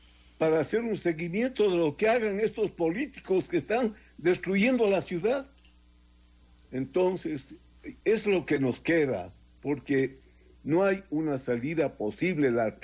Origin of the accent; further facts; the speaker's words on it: Quito, Pichincha, Ecuador; como quiteño y como ecuatoriano